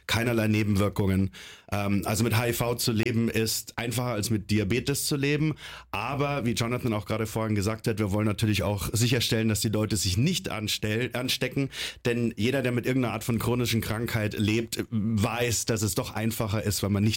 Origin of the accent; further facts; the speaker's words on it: Bavaria, Germany; now in Berlin, Germany; Ich komme ursprünglich aus Bayern, deswegen trage ich auch eine Lederhose.